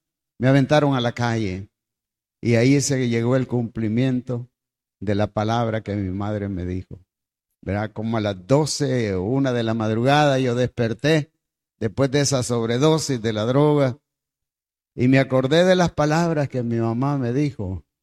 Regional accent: El Salvador; now in United States; Yo me fui de aquí, de El Salvador, para los Estados Unidos, sin conocer a Cristo.

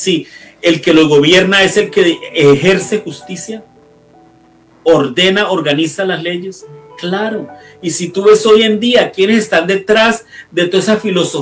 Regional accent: Colombia; estos días en Colombia, en mi país

